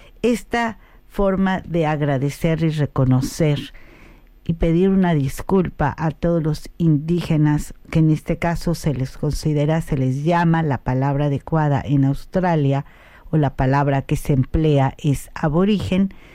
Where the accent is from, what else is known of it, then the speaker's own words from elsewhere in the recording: Mexico; Yo soy mexicana, orgullosamente comparto nuestras tradiciones